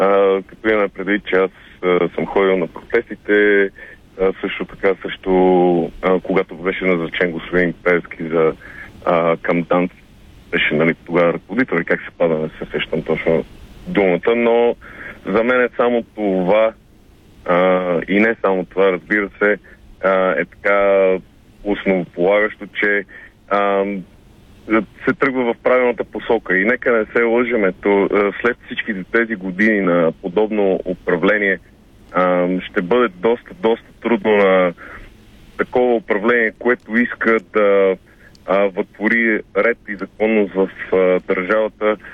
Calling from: Sofia, Sofia City, Bulgaria; от София съм

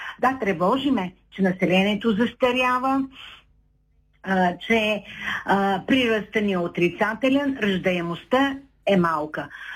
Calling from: Shumen, Shumen Province, Bulgaria; съм от Шумен.

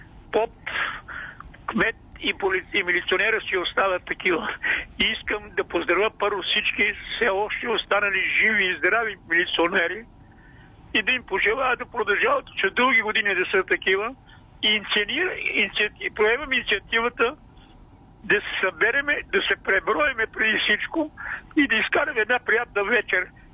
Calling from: Blagoevgrad, Blagoevgrad Province, Bulgaria; и съм от Благоевград.

